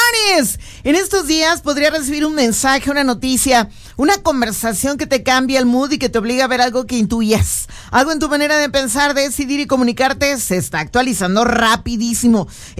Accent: Mexico

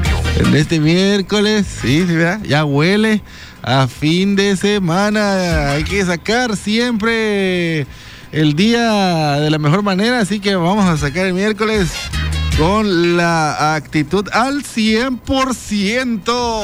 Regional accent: Mexico; Así somos los mexicanos.

